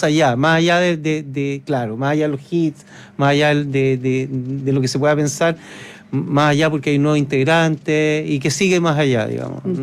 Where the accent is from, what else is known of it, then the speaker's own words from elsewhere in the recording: Santiago, Santiago Metropolitan Region, Chile; born there; Nosotros construimos nuestra vida, nuestra juventud, en estado de sitio, en esta ciudad.